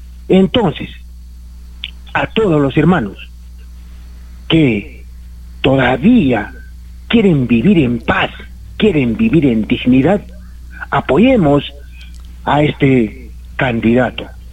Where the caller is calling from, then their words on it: Peru; Entonces, como peruanos, tenemos que tomar una decisión firme.